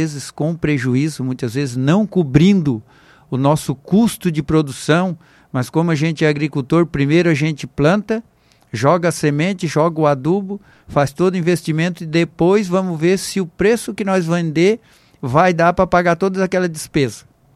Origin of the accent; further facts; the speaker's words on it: Brazil; nós que somos brasileiros